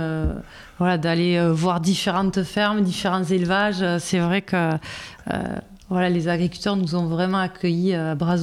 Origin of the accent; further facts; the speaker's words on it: Toulouse, Occitanie, France; Je suis toulousaine avec des parents boulangers.